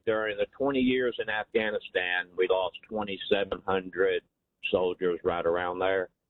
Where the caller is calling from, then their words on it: Selma, Alabama, United States; from Selma, Alabama.